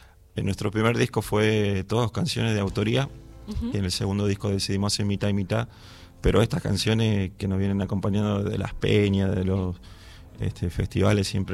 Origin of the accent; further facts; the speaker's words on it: Salta, Argentina; nosotros como buenos salteños